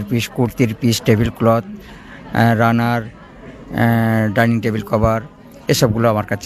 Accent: West Bengal, India; born there; হুগলি বাবনান থেকে আসি, ধনেখালি ব্লক।

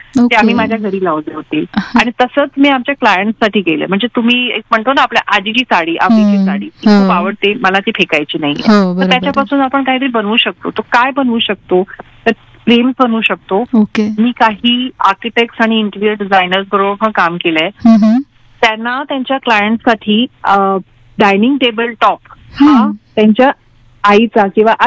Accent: Mumbai, Maharashtra, India; मी मुंबईतली आहे आणि मी शक्यतो जवळपासचे जे माझ्या एरियामधले आहेत त्यांच्याकडून मी कलेक्ट करते.

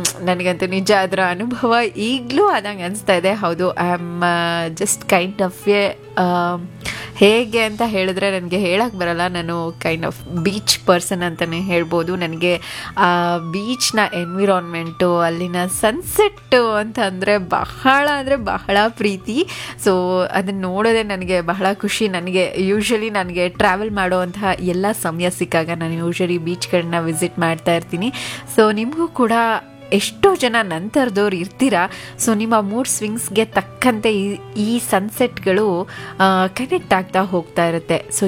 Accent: Tiptur, Karnataka, India

